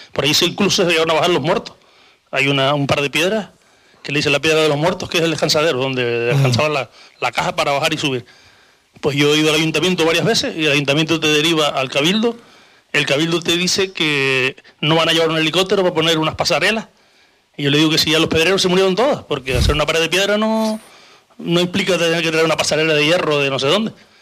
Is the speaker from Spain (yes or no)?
yes; Canary Islands, Spain; vengo del sur de Tenerife.